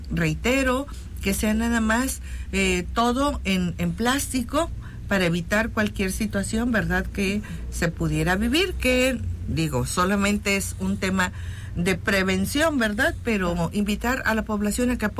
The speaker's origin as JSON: {"language": "Spanish", "country": "Mexico", "said": "como somos los mexicanos, apasionados"}